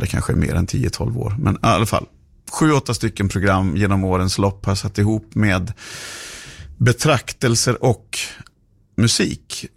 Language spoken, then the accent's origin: Swedish; Borås, Västra Götaland County, Sweden; moved away as an adult; also born or lived in Stockholm / Helsingborg / Malmö; now in Trelleborg, Sweden; jag är född och uppväxt i Borås och med en mamma som alltid älskade havet. Så då kan man undra varför vi bodde mitt inne i inlandet.